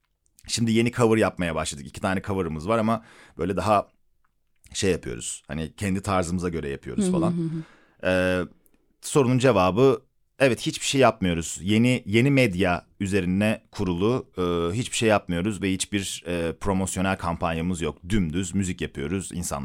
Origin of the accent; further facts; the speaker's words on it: İzmir, Turkey; Ben İzmirliyim işte Kıbrıs şehitlerinde böyle dağıtırlardı